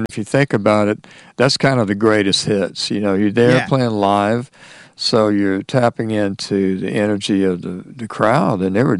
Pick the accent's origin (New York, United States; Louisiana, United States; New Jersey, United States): Louisiana, United States; Lafayette; also born or lived in Mississippi; I was born in Mississippi. My family moved there when I was in the second grade, so I was raised there. And it's the Cajun country, as they say.